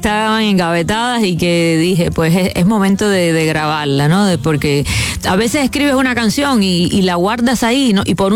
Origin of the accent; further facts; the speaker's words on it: Cuba; moved away; Es una canción de mi historia como inmigrante, como exiliada cubana